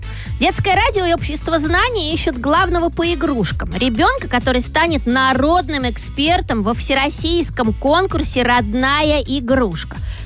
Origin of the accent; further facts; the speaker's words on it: Saint Petersburg, Russia; я из Санкт-Петербурга.